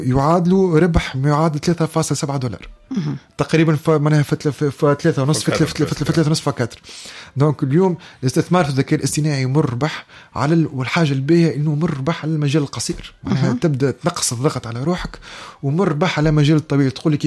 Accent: Tunisia; انا كمواطن تونسي نحب سياده رقميه

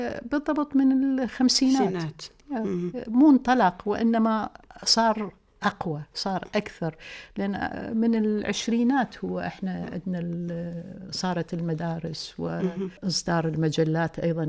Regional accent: Iraq; احنا مجموع المهندسات عندنا بالعراق

